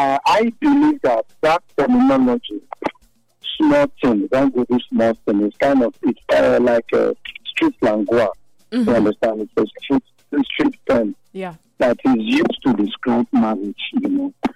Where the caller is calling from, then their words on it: Zaria, Kaduna State, Nigeria; I'm calling from Zaria.